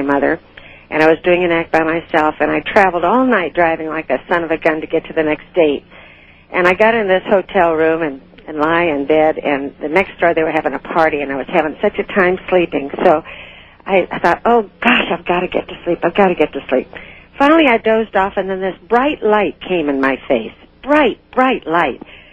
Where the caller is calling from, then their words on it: Kissimmee, Florida, United States; in Kissimmee, Florida.